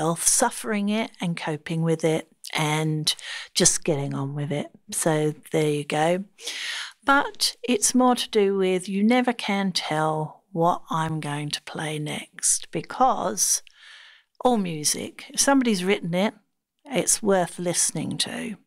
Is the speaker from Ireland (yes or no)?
yes; Ireland; As an Irish Catholic